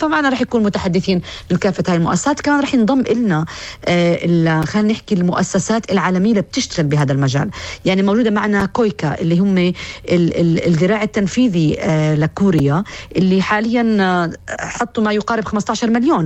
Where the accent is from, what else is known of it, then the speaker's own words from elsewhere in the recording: Palestine; احنا فلسطينيين